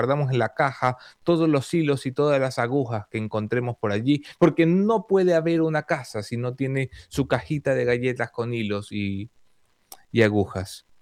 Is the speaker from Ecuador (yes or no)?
yes; Ecuador; Y los que hablamos con el acento marcado, golpeado, como si fuéramos Sofía Vergara, pero sin gracia, sin ninguna gracia. Hay dos tipos de ecuatorianos, supongo.